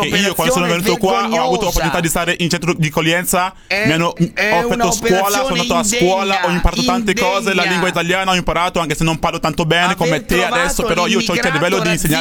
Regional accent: Nigeria; Italian is a second language; now in Italy; nel mio paese Nigeria

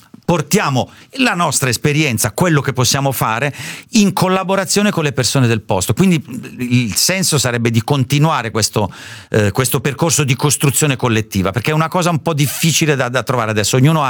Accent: Lombardy, Italy; born there; also born or lived in Southern Italy (family origin); la mia famiglia è emigrata nel profondo nord vicino Varese e qualche anno fa, una decina di anni fa, un mio compagno di liceo è diventato sindaco di questo piccolo paesino in cui io sono nato.

